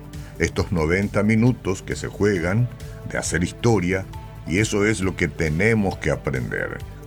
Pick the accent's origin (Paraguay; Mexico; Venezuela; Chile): Paraguay; Nosotros desde Paraguay seguimos el Mundial con mucha pasión